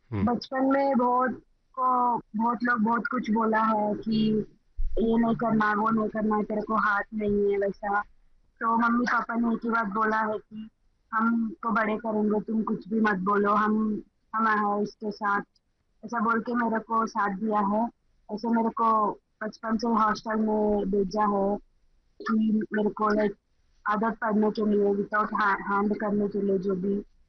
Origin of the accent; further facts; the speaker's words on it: Andhra Pradesh, India; मैं आंध्र प्रदेश से हूँ